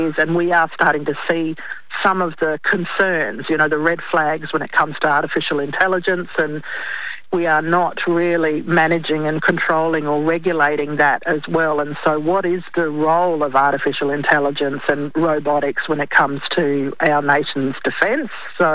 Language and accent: English; Alice Springs, Northern Territory, Australia; I grew up in Alice Springs. Pine Gap was out there in the backyard of Alice